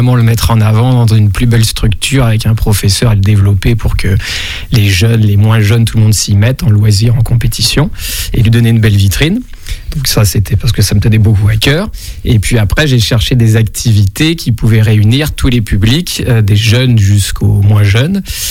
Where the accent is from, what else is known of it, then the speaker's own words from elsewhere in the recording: Challans, Pays de la Loire, France; quand j'étais jeune et que je suis de Chaland